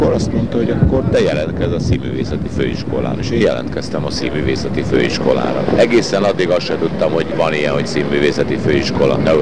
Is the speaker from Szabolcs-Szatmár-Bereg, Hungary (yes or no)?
no; Kömlő, Heves, Hungary; also born or lived in Eger; Kömlőn születtem Heves megyében, és Egerben a Dobó gimnáziumban jártam iskolába.